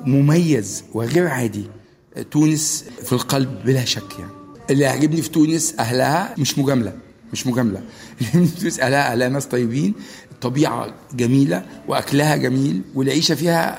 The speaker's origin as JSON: {"language": "Arabic", "country": "Egypt", "moved": "yes", "lives_now": "Tunisia", "said": "أنا مصري عربي مسلم وبكلمكم الآن من تونس الحبيبة،"}